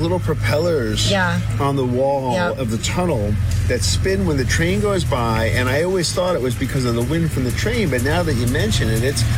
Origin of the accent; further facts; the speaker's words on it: East Coast, United States; I mean, I'm from the East Coast